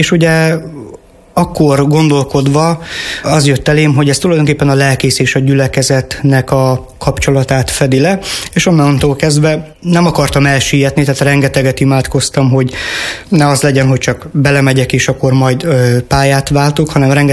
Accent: Fornos, Zakarpattia Oblast, Ukraine; also born or lived in Szerencs, Hungary; now in Hernádnémeti, Hungary; Magam is ugye olyan közegből jövök az én kárpátai fornosi anyagyülekezetemből, ahol tulajdonképpen az ifiben nőttem fel

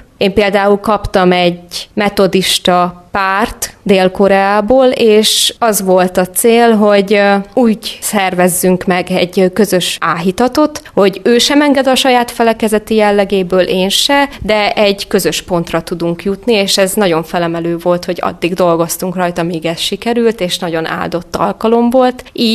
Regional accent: Debrecen, Hajdú-Bihar, Hungary; moved away as an adult; now in Szatmár, Hungary; Azért, mert én ugye Debrecenbe, egy civis városba, egy nagyvárosba nőttem fel.

